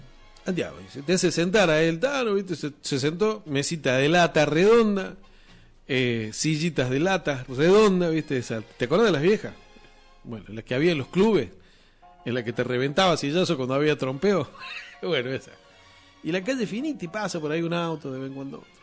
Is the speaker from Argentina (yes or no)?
yes; Argentina; Bueno, soy argentino.